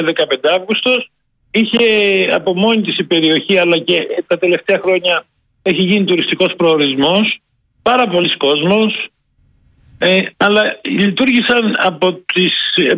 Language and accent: Greek; Athens, Attica, Greece; born there; Έχω γεννηθεί στην Αθήνα κατά λάθος.